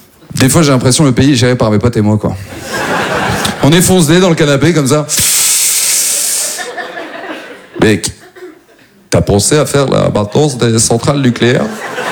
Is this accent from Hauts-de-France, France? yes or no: yes; Maubeuge, Hauts-de-France, France; now in Paris, France; moi je viens de Maubeuge, donc c'est vraiment, ouais, c'est l'ascension sociale là, c'est très content d'être là. Maubeuge, petite ville dans le Nord-Pas-de-Calais, c'est maintenant ça va, j'habite à Paris